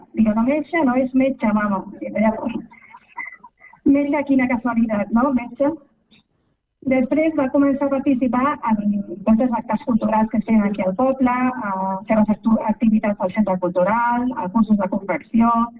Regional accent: Ripollet, Catalonia, Spain; vaig estudiar a l'EGB Estudios Nobel, el millor col·legi, la millor escola de Ripollet.

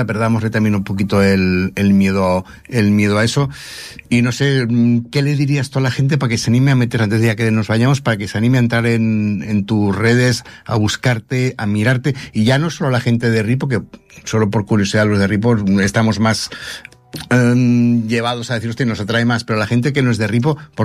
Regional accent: Ripollet, Catalonia, Spain; Yo tardé en darme cuenta que era de Ripollet.

